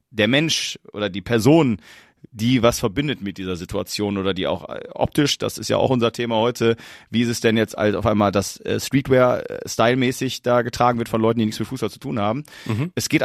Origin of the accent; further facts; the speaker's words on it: North Rhine-Westphalia, Germany; also ich komme aus der Nähe von Duisburg